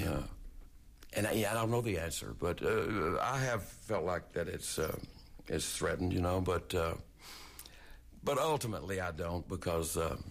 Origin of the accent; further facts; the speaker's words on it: Texas, United States; I grew up in West Texas